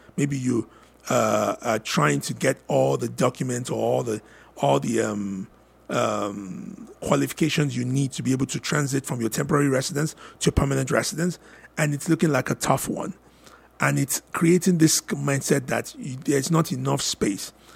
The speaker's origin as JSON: {"language": "English", "region": "Lagos", "country": "Nigeria", "tie": "born or raised there", "moved": "as an adult", "lives_now": "Canada", "said": "I grew up and lived in Lagos."}